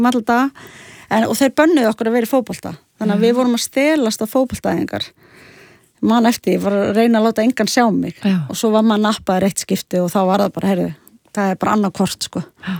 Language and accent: Icelandic; Reykjavík, Capital Region, Iceland; also born or lived in Sweden; Sko, ég er alinn upp, ég fæddist í Reykjavík og er svo alinn upp í, hérna, í Svíþjóð frá 2 til 6 ára og hérna ásynast mína fyrstu minninga þaðan og svo er ég bara alinn upp í Vesturbæ Reykjavíkur.